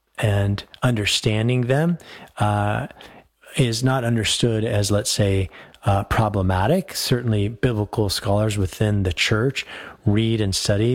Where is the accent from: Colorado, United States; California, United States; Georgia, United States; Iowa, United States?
Colorado, United States; I grew up in Colorado.